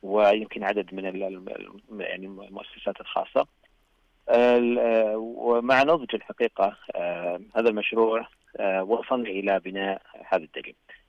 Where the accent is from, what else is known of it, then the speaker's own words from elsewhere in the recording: Saudi Arabia; من تفردنا كسعوديين بقيمنا الإسلامية وبسلوكنا وأخلاقنا السعودية.